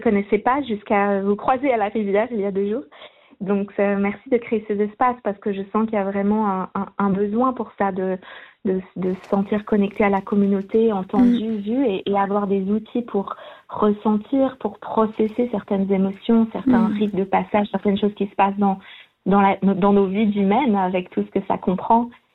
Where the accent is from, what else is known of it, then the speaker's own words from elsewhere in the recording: Switzerland; moved away as an adult; also born or lived in India / Amazonia; je suis née en Suisse. Je suis née dans le village où on s'est rencontrés. Donc j'ai grandi près de cette rivière. C'est une rivière, c'est un endroit qui me ressource, qui me nourrit beaucoup. Et puis, quand j'avais 18 ans, j'ai décidé de partir, d'aller vivre en Inde